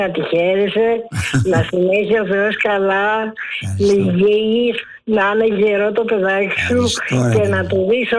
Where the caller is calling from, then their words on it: Artemida, Attica, Greece; από Αρτέμιδα.